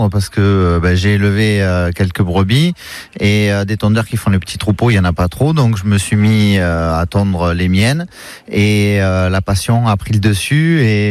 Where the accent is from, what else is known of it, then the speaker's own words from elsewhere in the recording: Raphèle-lès-Arles, Provence-Alpes-Côte d'Azur, France; moi je suis originaire de Raphel, ça fait partie de la commune d'Arles